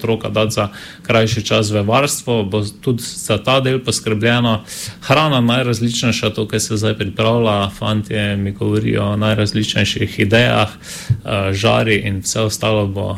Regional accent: Styria, Slovenia

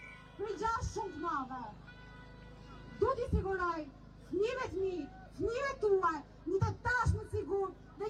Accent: Kosovo; jam nëne tre vajzave, jam di shqiptare dhe nëne tre vajzave shqiptare.

